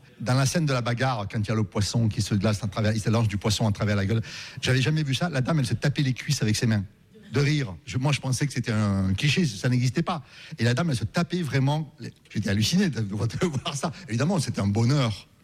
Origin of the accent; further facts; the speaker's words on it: France; moved away as an adult; also born or lived in Berkeley, California; Non, mais moi, je suis français.